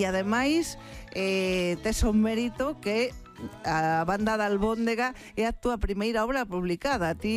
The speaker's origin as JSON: {"language": "Galician", "town": "Lugo", "region": "Galicia", "country": "Spain", "said": "Que eu son de Lugo, defendo Lugo sempre."}